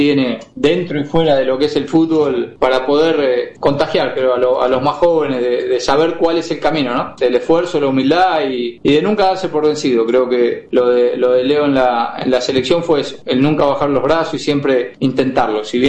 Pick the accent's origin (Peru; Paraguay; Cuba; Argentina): Argentina; moved away as an adult; now in Spain; es tristeza como argentino